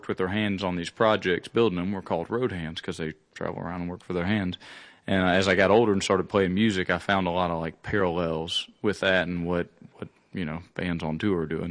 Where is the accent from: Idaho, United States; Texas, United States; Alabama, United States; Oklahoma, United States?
Alabama, United States; born there; I was born in Alabama, close to Cheehaw State Park, which is the same, you know, Blue Ridge Mountain system that runs across there.